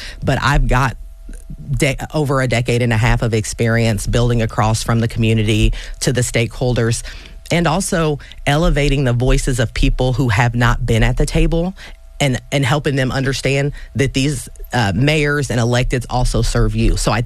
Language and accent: English; Danville, United States; I'm born and raised in Danville, so I was new to this community.